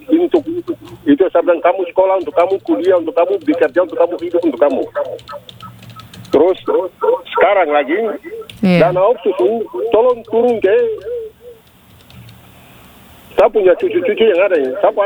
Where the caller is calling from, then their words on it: Papua, Indonesia; kita orang Papua ini miskin, bukan kita yang miskin